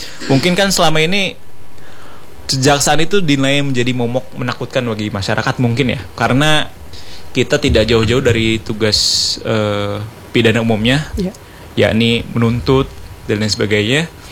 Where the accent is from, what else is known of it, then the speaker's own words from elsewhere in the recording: Banten, Indonesia; moved away as an adult; now in Kaimana, Indonesia; perkenalkan … okay. SH. Asal saya dari Banten. Nah, kebetulan ini dapat penempatan pertama jaksa di Kaimana, Papua Barat gitu.